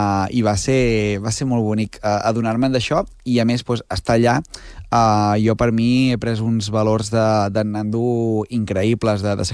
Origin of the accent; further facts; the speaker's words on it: Santa Eulàlia de Riuprimer, Catalonia, Spain; Jo soc de l'altra banda d'Osona, soc de Santa Eulàlia, Riu Primer